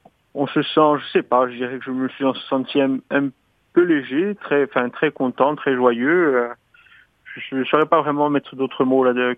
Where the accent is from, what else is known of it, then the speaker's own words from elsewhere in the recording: Olmeto, Corsica, France; moved away as an adult; now in Bonifacio, France; J'ai grandi à Olmetz, je suis à Bonifacio depuis quelques années, mais je suis originaire d'Olmetz, dans le Valling